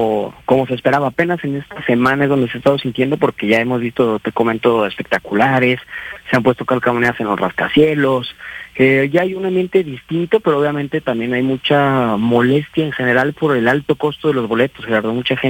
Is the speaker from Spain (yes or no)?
no; Mexico